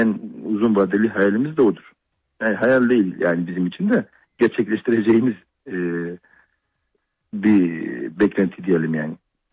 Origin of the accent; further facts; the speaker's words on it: Mardin, Turkey; Mardin'le daha doğrusu dört büyük takımın içinde Trabzon taraftarı en çok olan şehirlerden biriyiz.